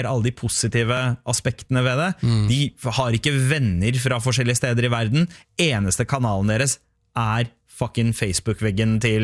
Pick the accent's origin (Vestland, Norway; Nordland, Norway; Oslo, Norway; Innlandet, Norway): Oslo, Norway; born or raised there